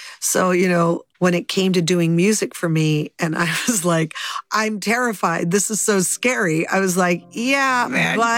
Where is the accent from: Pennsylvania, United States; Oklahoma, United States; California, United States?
California, United States; Los Angeles; I grew up in the Hollywood Hills.